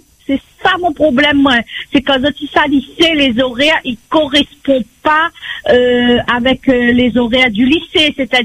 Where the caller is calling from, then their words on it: Réunion; Moi, je suis à lycée Plateau. Je suis de Belmen, je prends le car moulant.